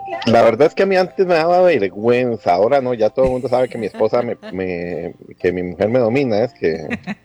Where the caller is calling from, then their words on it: Aserrí, San José, Costa Rica; soy de Aserrí